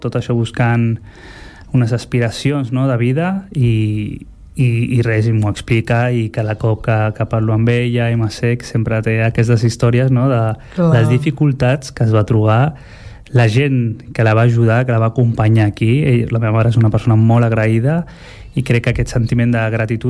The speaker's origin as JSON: {"language": "Catalan", "town": "Barcelona", "region": "Catalonia", "country": "Spain", "tie": "born there", "also_born_or_lived": "Nador, Morocco", "said": "Jo vaig néixer al Marroc i vaig venir aquí amb 2 anys."}